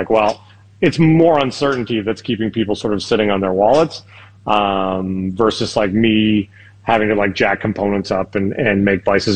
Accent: Canada; I'm a Canadian dealer

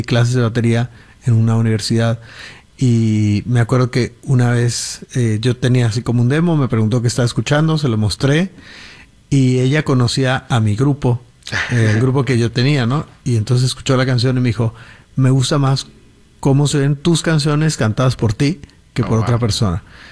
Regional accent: Guadalajara, Jalisco, Mexico; ayer estuvimos más o menos a la misma temperatura en Guadalajara, que es de donde yo soy.

